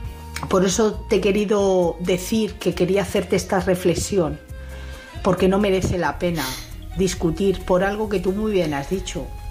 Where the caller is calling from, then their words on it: Madrid, Community of Madrid, Spain; Hola, buenas noches. … de Madrid.